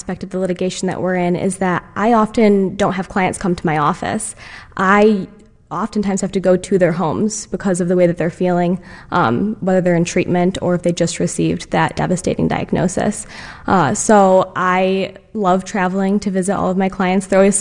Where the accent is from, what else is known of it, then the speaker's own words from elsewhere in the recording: Northville, Michigan, United States; So I was born and raised in Michigan in a town called Northville. It's one of the Detroit suburbs.